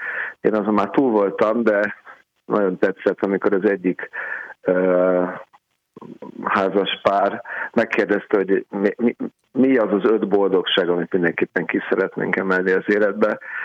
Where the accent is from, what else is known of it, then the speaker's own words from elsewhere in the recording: Budapest, Hungary; a Murizsmond körtér mellett nőttem fel, és ott a Gellért szállodában nagyon sok izgalmas autót láttam